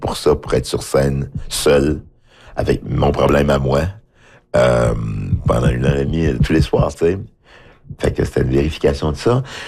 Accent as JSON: {"language": "French", "country": "Haiti", "said": "Je dis, oui, je viens d'Haïti, mais je suis en Haïti, mais qu'est-ce que ça veut dire? C'est quoi? C'est quoi Haïti?"}